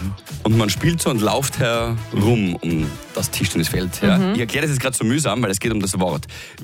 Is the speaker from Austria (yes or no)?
yes; Styria, Austria; Ich bin Steirer und ich behaupte, bei mir in der Steiermark